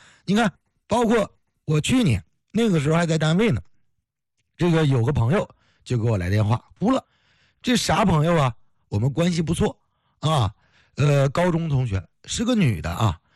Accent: Heilongjiang, China; 你看咱是黑龙江人，她就嫁哪儿去了，就嫁湖南那块去了。

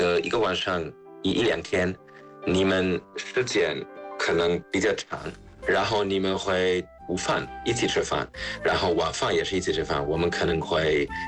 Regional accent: Germany; Chinese is a second language; moved away as an adult; now in Shanghai, China; 中国人觉得我们德国人最重要是尊师，

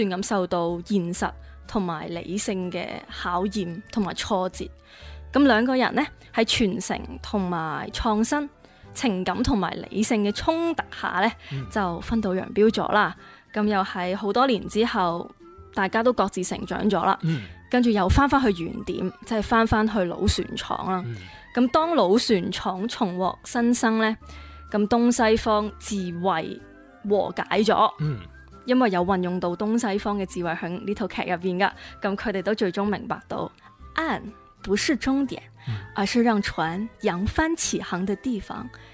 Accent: Macau; 但是都是澳门人嘛，我也是澳门人

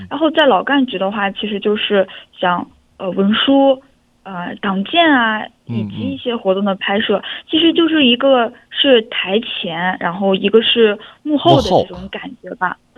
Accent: Linyi, Shandong, China; 然后我来自山东临沂

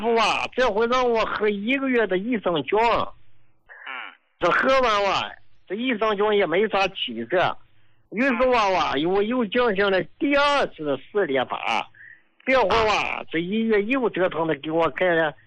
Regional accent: Inner Mongolia, China; 胡老，我是内蒙古的一个患者，也是你的老患者了啊。

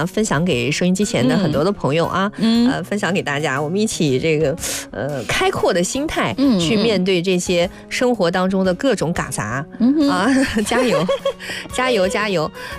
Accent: Northwest China, China; now in Guangdong, China; 哪怕我是一个北方人，你看我在西北以前小时候也没吃过双黄白莲蓉

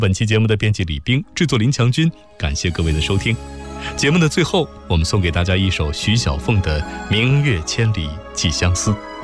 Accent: China; 我们中国人

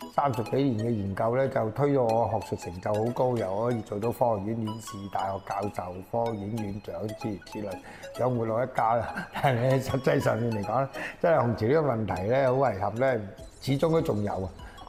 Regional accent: Foshan, Guangdong, China; moved away; 就翻翻我家鄉順德佛山區嘅佛山順德區裏面咧去搞呢件事咧。

